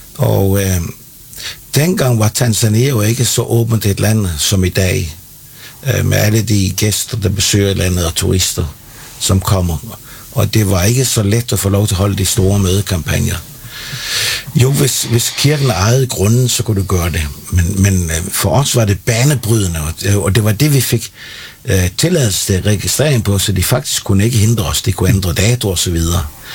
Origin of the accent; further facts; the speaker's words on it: Bornholm, Capital Region of Denmark, Denmark; moved away; Altså, jeg er fiskersøn fra Bornholm